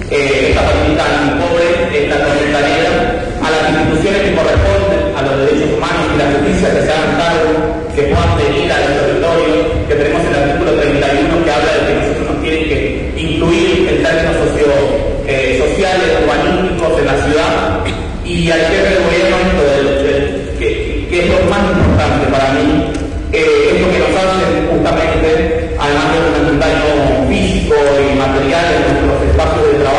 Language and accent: Spanish; Buenos Aires, Argentina; de la Villa 2124